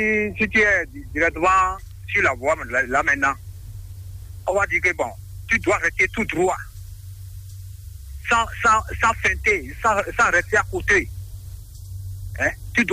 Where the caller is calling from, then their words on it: Porto-Novo, Ouémé, Benin; je suis à Porto Novo.